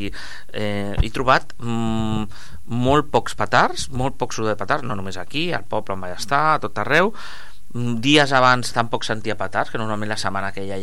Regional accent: El Prat de Llobregat, Catalonia, Spain; al Prat tenim

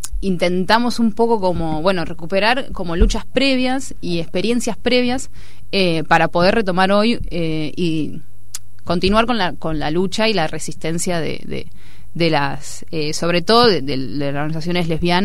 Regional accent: Argentina; now in Barcelona, Spain; las tres participantes de la Torti más activas somos de Argentina, entonces también estamos en un territorio que estamos en España, nos movemos en Barcelona

